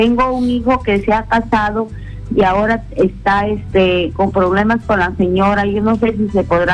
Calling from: Piura, Peru; llamo de Piura.

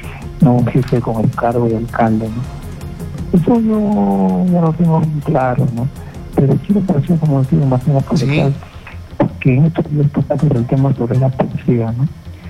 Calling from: Lima, Peru

